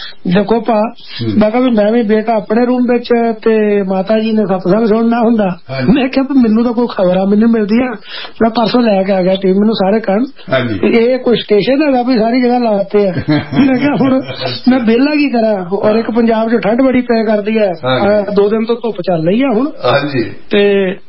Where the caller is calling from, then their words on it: Chandigarh, India; ਕਦੀ ਸਾਡੇ ਇੱਧਰ ਚੰਡੀਗੜ੍ਹ ਵਾਲੇ ਪਾਸੇ ਚੱਕਰ ਲੱਗੇ ਤਾਂ ਆਓ ਦਰਸ਼ਨ ਦਿਓ।